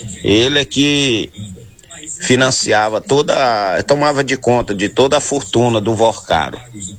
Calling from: Brazil; eu, como um bom brasileiro

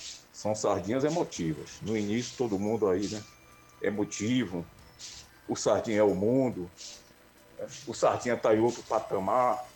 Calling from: Governador Mangabeira, Bahia, Brazil; Bom dia aos nossos conterrâneos de Governador Mangabeira, minha pátria, em miniatura

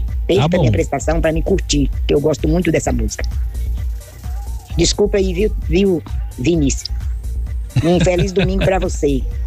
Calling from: Brazil; da Fazenda Jequitibá.

